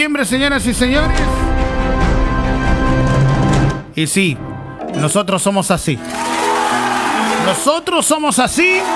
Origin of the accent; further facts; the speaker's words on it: Chile; Lo llevamos en la sangre, amigos y amigas. ¡Somos chilenos! ¡Vamos, chilenos!